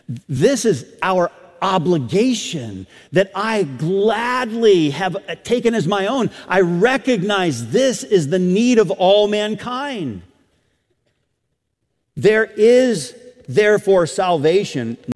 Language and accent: English; the North, United States; moved away; Now, I grew up in the North, okay, where we speak much more proper English, okay?